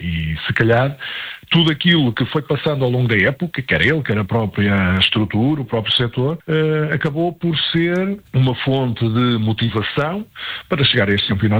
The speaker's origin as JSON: {"language": "Portuguese", "country": "Portugal", "said": "e nós como portugueses sentimos-nos satisfeitos, orgulhosos"}